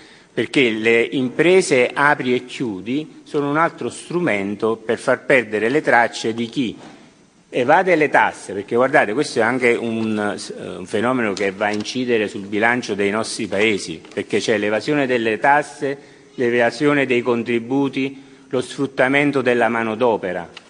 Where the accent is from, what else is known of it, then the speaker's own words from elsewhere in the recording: Naples, Campania, Italy; io sono napoletano